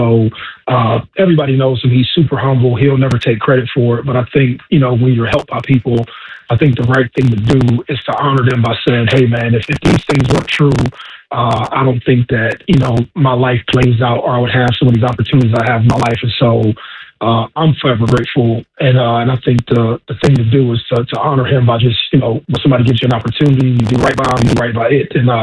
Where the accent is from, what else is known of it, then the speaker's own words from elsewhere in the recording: Youngstown, Ohio, United States; super fascinated and a fanboy of Coach Trussell growing up in Youngstown.